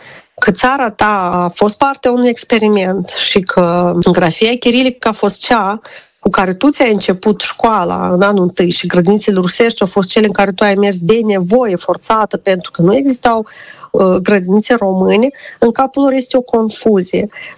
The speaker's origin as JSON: {"language": "Romanian", "country": "Moldova", "said": "noi suntem scriitori români din Republica Moldova."}